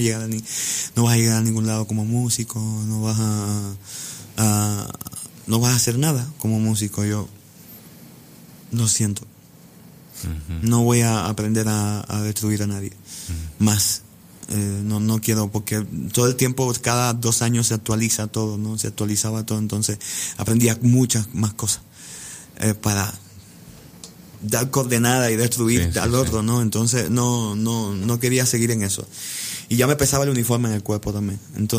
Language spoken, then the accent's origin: Spanish; Cuba